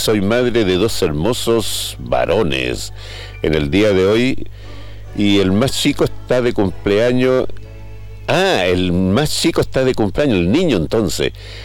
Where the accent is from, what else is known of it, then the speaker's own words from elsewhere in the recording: Venezuela; now in Chillán, Chile; y vivimos en 21 de mayo, Ultra Estación en Chillán, en ese sector, en esa villa. Yo como buena venezolana escucho mucho Radio Ñuble